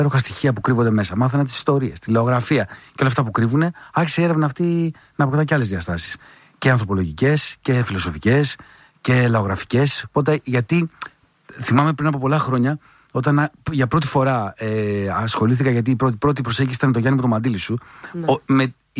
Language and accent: Greek; Drama, Eastern Macedonia and Thrace, Greece; Εγώ μεγάλωσα στη Δράμα, όπου στη Μακεδονία και στη Θράκη τα διονυσιακά δρόμενα είναι πολύ έντονα.